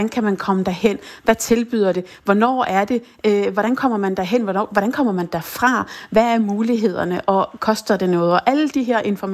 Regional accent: Bornholm, Capital Region of Denmark, Denmark; hvis jeg ikke har opdaget det som bornholmer

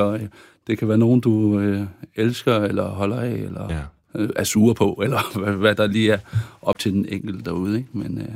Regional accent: Aarhus, Central Denmark Region, Denmark; så 100% at min opvækst på Aarhus Strand har præget mig i mit arbejde.

